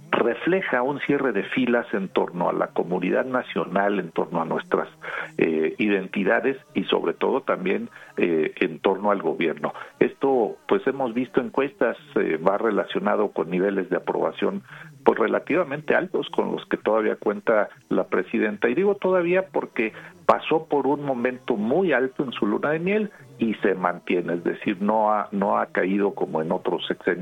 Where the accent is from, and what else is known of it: Mexico